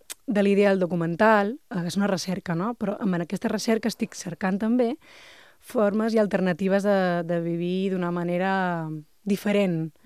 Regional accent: Balearic Islands, Spain; born there; Catalan is a second language; que som aquestes persones que som fills de guiris nascuts a les illes

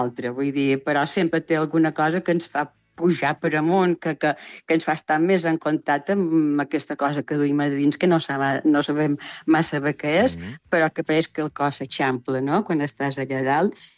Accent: Balearic Islands, Spain; accent: Mallorcan Catalan

